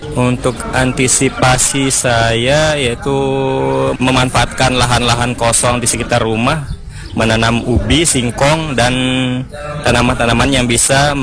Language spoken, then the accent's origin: Indonesian; Murbaya, Indonesia; saya dari Desa Murbaya.